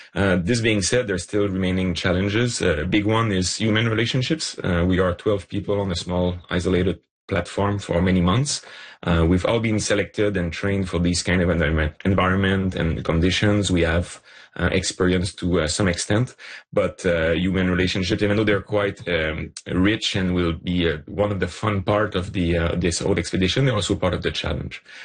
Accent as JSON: {"language": "English", "region": "Quebec", "country": "Canada"}